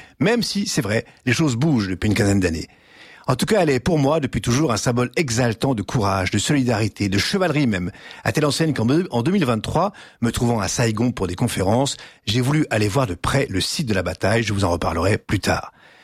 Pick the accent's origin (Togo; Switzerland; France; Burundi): France; Nous sommes français